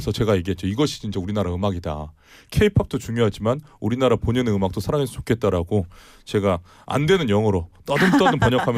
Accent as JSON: {"language": "Korean", "country": "South Korea", "said": "저는 제가 대한민국 사람이고"}